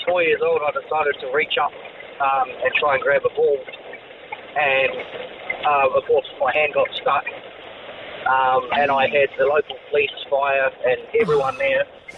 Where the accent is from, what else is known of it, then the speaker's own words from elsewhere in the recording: Porirua, Wellington, New Zealand; Yeah, so I grew up in Porirua in Wellington